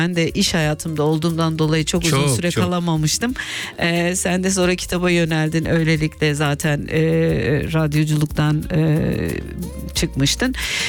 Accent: Aegean Region, Turkey; now in Germany; Evet. Ege'liyim dedim.

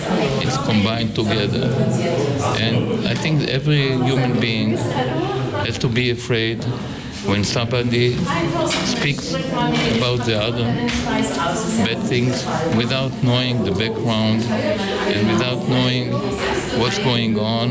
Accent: Haifa, Haifa District, Israel; English is a second language; In Haifa, my hometown, where a delegation of the city of Leipzig with the mayor Jung and the synagogalco and the youth symphonic orchestra from the Gewandhaus.

